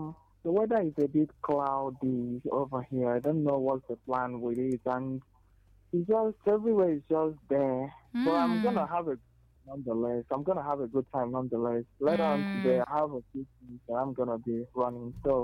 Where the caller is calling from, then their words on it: Anambra, Nigeria; I'm in Anambra State.